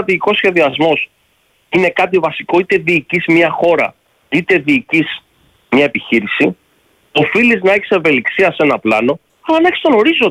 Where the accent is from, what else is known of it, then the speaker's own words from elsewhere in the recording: Paradeisos, Greece; Εγώ δεν μπορώ να πάω στο χωριό μου στο Παραδείσο.